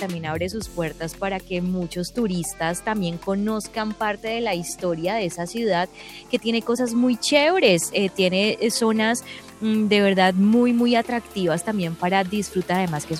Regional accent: Cali, Valle del Cauca, Colombia; also born or lived in Bogotá; Yo soy de Bogotá, pero desde muy, muy temprano me vine aquí a Cali y, pues, ha sido algo totalmente maravilloso.

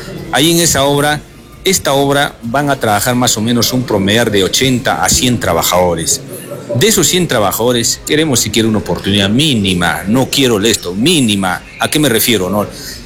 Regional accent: Arequipa, Peru; Estamos reclamando un justo derecho como arequipeños.

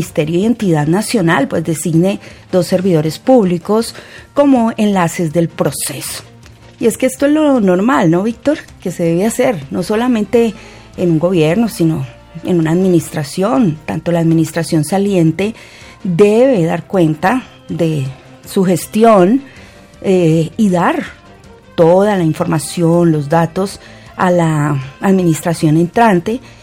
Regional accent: Colombia

